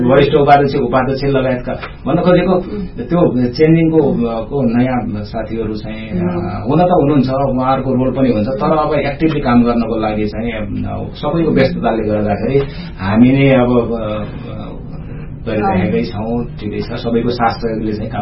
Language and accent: Nepali; Pokhara, Gandaki Province, Nepal; born there; मेरो जन्म त मासबारमा भएको